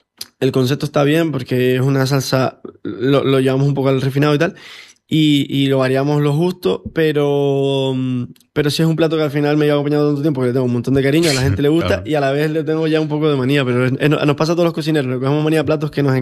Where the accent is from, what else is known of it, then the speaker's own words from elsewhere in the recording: Canary Islands, Spain; todos somos canarios